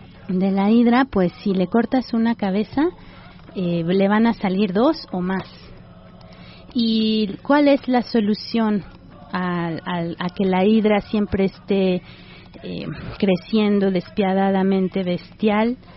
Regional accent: Mexico; ni en México como mexicanos

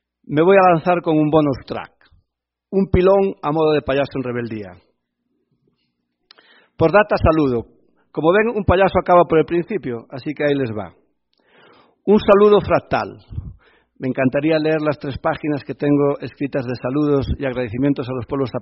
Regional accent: Galicia, Spain; Y eso que soy más gallego que el padre de Manolito en las historias de Mafalda.

